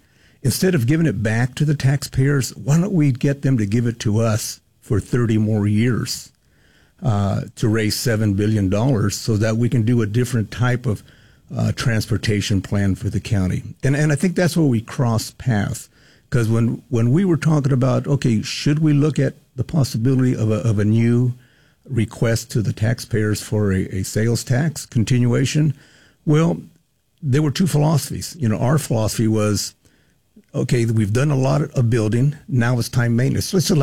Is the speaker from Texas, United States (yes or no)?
no; Fresno, California, United States; I've born and raised in Fresno